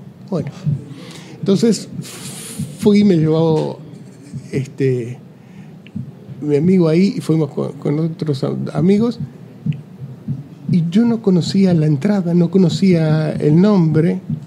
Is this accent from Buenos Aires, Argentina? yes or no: yes; Buenos Aires, Argentina; born there; Y yo soy de pleno centro, nací en Corrientes y Talcahuano, claro.